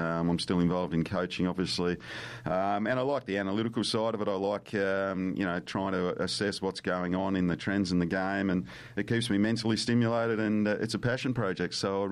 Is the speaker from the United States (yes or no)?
no; Adelaide, South Australia, Australia; I was born in Port Adelaide, which is a feral football ground.